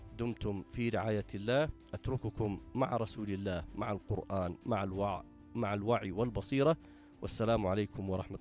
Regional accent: Yemen; احنا الآن الشعب اليمني

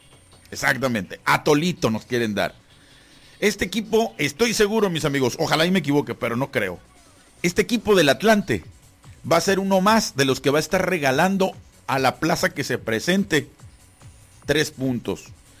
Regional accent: Mexico; La clásica de los mexicanos. Yo también soy mexicano, la clásica.

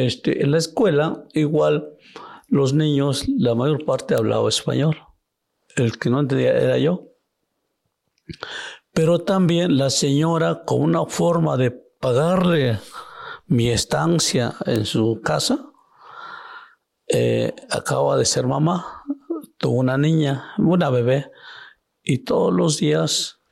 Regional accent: Tanetze de Zaragoza, Oaxaca, Mexico; born there; first language Zapotec; Spanish is a second language; also born or lived in Talea de Castro; Tanetze, Zaragoza, mi pueblo original, o de origen.

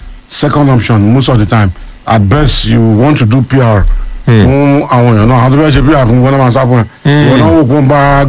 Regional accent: Ogun, Nigeria; it's a fact 2009 an assistant commissioner of police was killed in my hometown Ijebube area commander

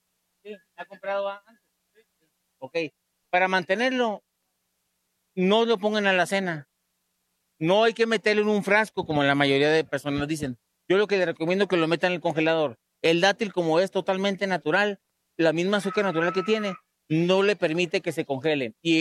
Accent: Mexicali, Baja California, Mexico; Sí, yo vengo, como digo, vengo del Valle de Mexicali, estamos pues, en Baja California, de punta a punta.

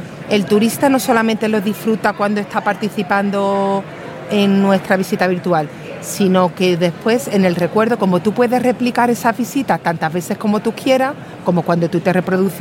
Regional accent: Málaga, Andalusia, Spain; accent: Málaga; no sé si se notará por el acento que soy de Málaga.

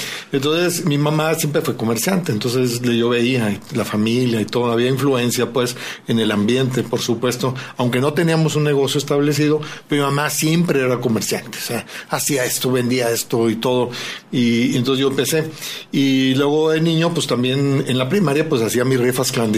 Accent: Poza Rica, Veracruz, Mexico; y los juntaban porque nací en Poza Rica, Veracruz.

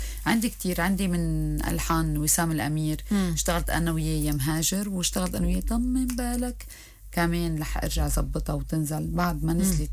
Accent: Lebanon; أنا كلبنانية لازم غني لبناني.

